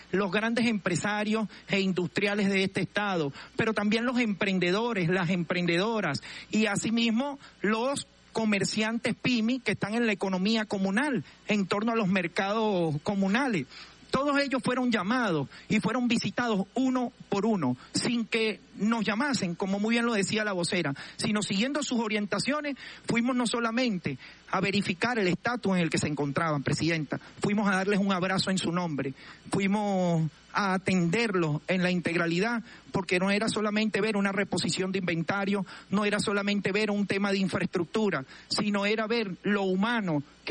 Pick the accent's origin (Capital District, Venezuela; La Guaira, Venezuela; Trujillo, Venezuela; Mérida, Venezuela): La Guaira, Venezuela; yo le estoy hablando como un guaireño, agradecido, y como un buen cristiano